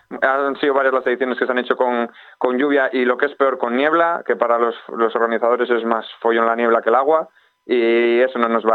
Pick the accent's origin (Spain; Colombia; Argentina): Spain; Villacarriedo, Cantabria; yo soy de Villacarriedo